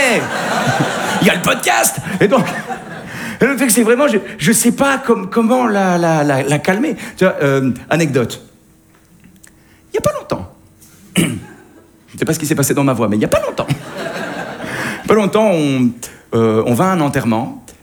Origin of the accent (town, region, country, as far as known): Belgium